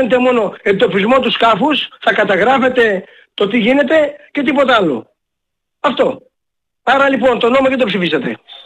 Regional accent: Aegean islands, Greece; Θέλουμε να επιβιώσουμε στα νησιά μας σαν νησιώτες.

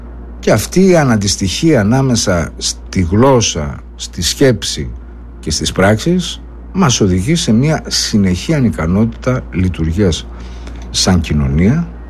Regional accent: Greece

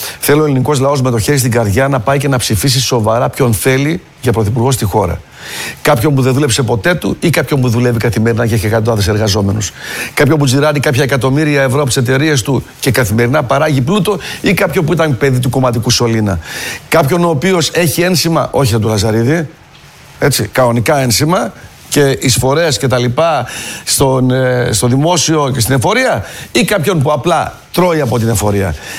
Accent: Eastern Macedonia and Thrace, Greece; Να μην το πω στην Τουρκική, γιατί είμαστε από Θράκη, ξέρω και λίγα.

